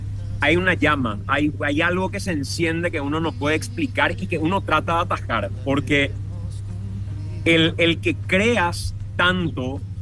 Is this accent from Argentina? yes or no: no; Paraguay